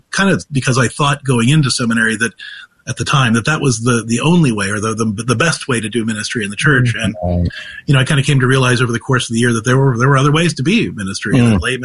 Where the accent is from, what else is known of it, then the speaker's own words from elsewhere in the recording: Clairton, Pennsylvania, United States; also born or lived in Ohio; I grew up in Clairton, Pennsylvania, which is the first place that The Deer Hunter was filmed. And then I lived like 10 miles down the road from Mango Junction, Ohio